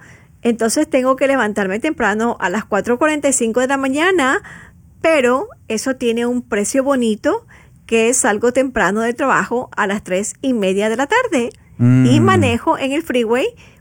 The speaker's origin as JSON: {"language": "Spanish", "country": "Ecuador", "moved": "yes", "said": "de donde yo vengo, que es de la parte del sur de América, yo soy de Ecuador."}